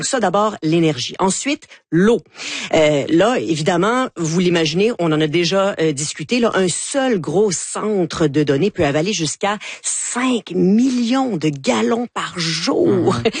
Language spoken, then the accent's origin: French; Quebec, Canada; nous, au Québec